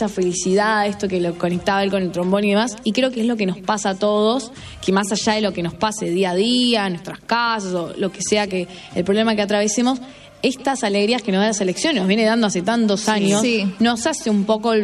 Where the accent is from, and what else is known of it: Caseros, Buenos Aires Province, Argentina